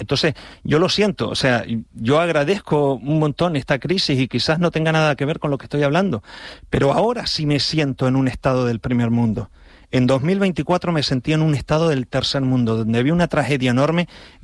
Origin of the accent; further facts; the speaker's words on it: Canary Islands, Spain; yo como ciudadano canario, español y europeo, Y como biólogo